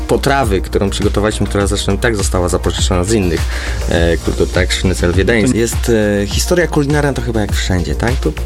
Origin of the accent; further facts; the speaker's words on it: Lower Silesian Voivodeship, Poland; odbywa się u nas, na Dolnym Śląsku, najpiękniejszym województwie według mnie.